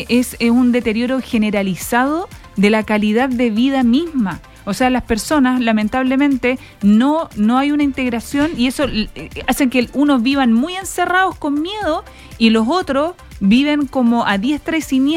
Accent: Valparaíso, Chile; Yo crecí en Playa Ancha, es uno de los cerros más duros que hay.

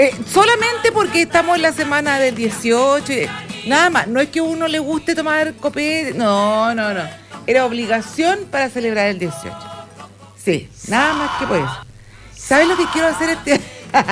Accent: Chile; porque somos chilenos, porque hemos tratado durante todo el año de mantener vivo nuestro amor por la patria

